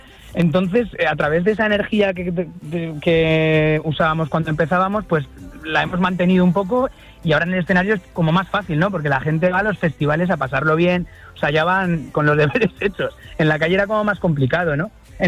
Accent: Zaragoza, Aragon, Spain; also born or lived in Brighton; somos de Zaragoza, pero empezó la banda en Brighton. Brighton es una ciudad al sur de Londres con playita

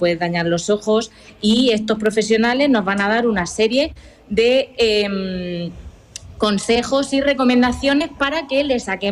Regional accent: Spain; accent: southern

